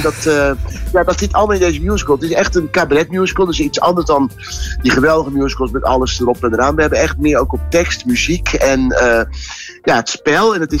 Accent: IJsselmonde, South Holland, Netherlands; born there; En ik ben natuurlijk geboren in IJsselmonde.

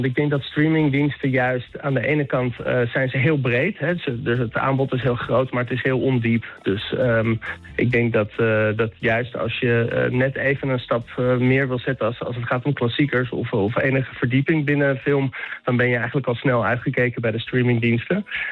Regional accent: Amsterdam, North Holland, Netherlands; now in Rotterdam, Netherlands; dat wij eigenlijk uit Amsterdam komen.

